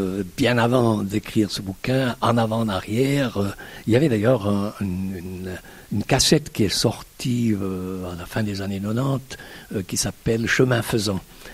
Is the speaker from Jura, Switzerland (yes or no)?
no; Valais, Switzerland; chez nous en Valais